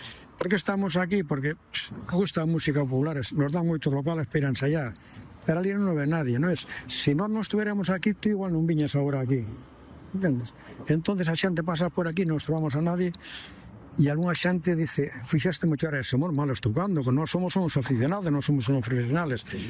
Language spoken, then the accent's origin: Galician; Lalín, Galicia, Spain; eu son do Corpiño do Concello de Lalín.